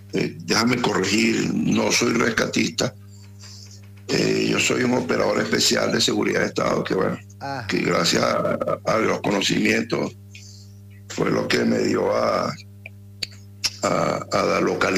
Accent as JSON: {"language": "Spanish", "country": "El Salvador", "said": "Ahí yo vengo un ejemplo, ¿no? Yo vengo de El Salvador y."}